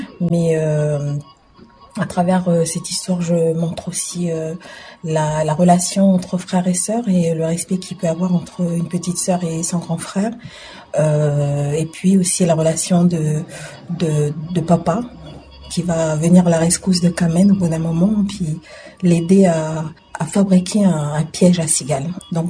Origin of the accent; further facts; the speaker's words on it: New Caledonia; born there; On était dans la jungle, ce qu'on appelle la jungle là où j'habite à Waimea.